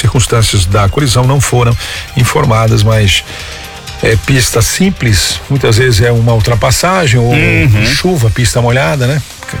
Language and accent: Portuguese; Santo Amaro da Imperatriz, Santa Catarina, Brazil; born there; em Santo Amaro da Imperatriz, onde eu nasci, lá na Grande Florianópolis.